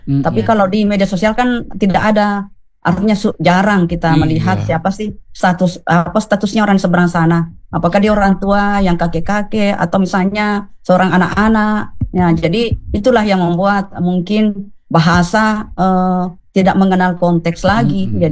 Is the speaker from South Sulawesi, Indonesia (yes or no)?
yes; South Sulawesi, Indonesia; accent: Bugis; saya maaf pakai logat Bugis ya.